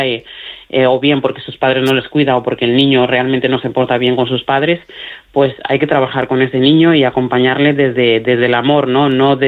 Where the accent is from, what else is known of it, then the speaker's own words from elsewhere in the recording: Mali; Spanish is a second language; tengo una pareja maravillosa que también es de Mali y estamos volviendo a retomar el dialecto y bueno, volviendo a enraizarme, ¿no?